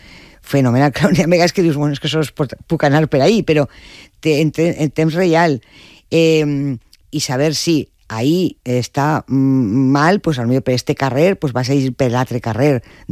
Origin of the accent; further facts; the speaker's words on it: Cuenca, Castilla-La Mancha, Spain; si jo me'n vaig cap a Madrid, perquè tinc el meu poble a Conca